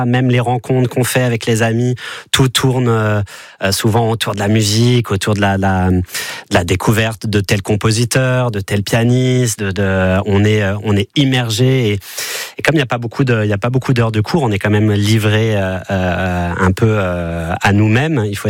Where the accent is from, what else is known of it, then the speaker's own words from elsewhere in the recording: Orléans, Centre-Val de Loire, France; Moi, j'ai grandi à Orléans